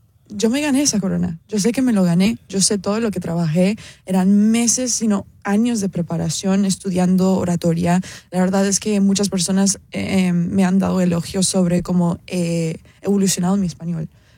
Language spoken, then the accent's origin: Spanish; Cuba; moved away; Bueno, como cubana en el exilio, yo sí le doy mucha importancia